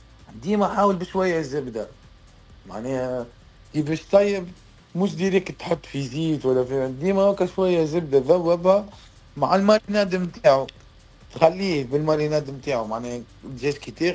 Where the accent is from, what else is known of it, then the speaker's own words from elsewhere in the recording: Tunisia; بالنسبه لنا احنا تونسي